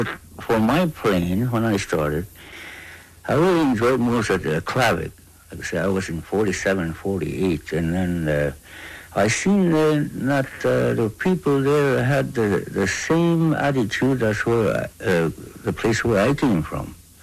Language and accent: English; Fort Norman, Northwest Territories, Canada